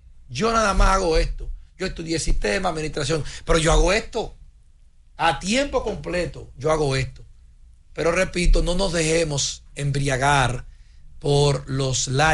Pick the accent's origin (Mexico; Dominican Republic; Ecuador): Dominican Republic; San Francisco de Macorís, Duarte; Yo soy privilegiado de San Francisco de Macorís.